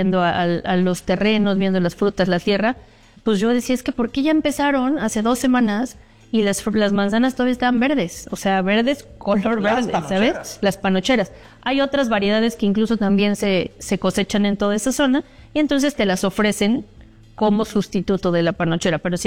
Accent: Puebla, Mexico; hay que lucirnos como poblanos

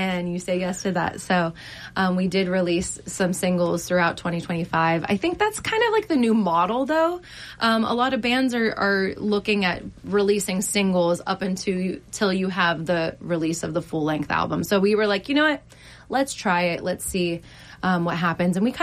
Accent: Youngstown, Ohio, United States; we're from Youngstown

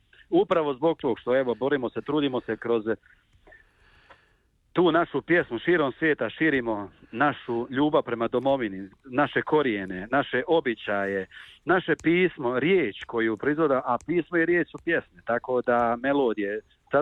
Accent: Kotor Varoš, Republika Srpska, Bosnia & Herzegovina; moved away; Ja sam inače rodom iz Kotor Varoša, jedno od lijepog mjesta, svetišta našeg blažene Djevice Marije Sokolina

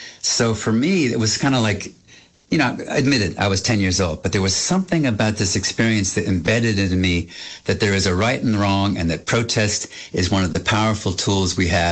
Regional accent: Washington, District of Columbia, United States; You know, I grew up in Washington, D.C.

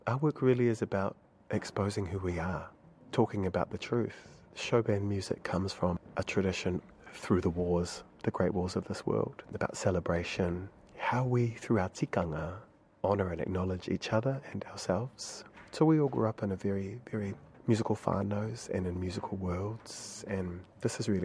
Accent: Wellington, New Zealand; I grew up in Wellington, but my roots go back to Ngāi Tūhoe. Mama's from Ruatoki, Ngāti Pro and Te Rarawa on my father's side.

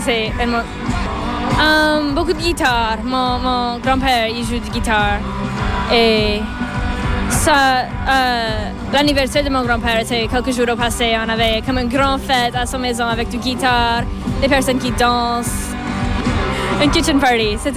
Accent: Nova Scotia, Canada; French is a second language; je vois comme quelque chose l'Acadien ou comme Nova Scotia et je suis comme Nouvelle-Écosse et je suis comme wow, c'est moi!

